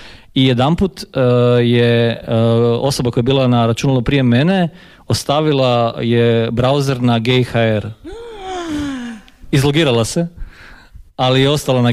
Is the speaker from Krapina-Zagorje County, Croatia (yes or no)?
no; Poreč, Istria County, Croatia; moved away as an adult; ja sam inače iz Poreča, kao pa tu iz Istre, ali došao sam bio studirati u Zagreb